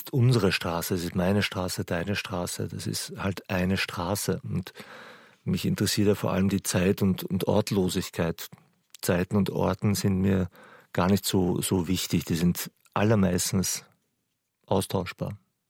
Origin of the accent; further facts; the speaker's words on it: Vienna, Austria; moved away as an adult; now in Berlin, Germany; Das ist schon immer noch oder gerade jetzt wieder ein sehr, sehr hartes Pflaster. Und da bin ich aufgewachsen und groß geworden. Und irgendwie zieht es mich da immer noch hin.